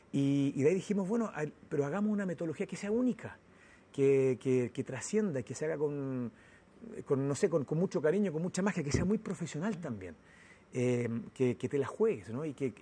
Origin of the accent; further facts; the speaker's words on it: Rancagua, O'Higgins, Chile; Esto viene en equipo, pero la primera idea, yo soy de Rancagua, estaba trabajando en la India hace 20 años.